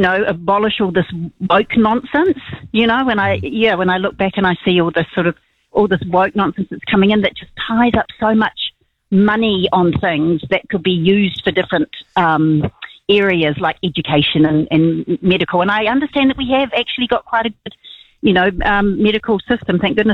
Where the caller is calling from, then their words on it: New Zealand; what questions would they ask me as a New Zealander?